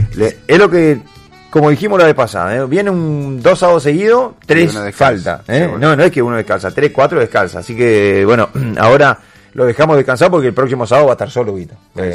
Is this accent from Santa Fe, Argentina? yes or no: yes; Santa Fe, Argentina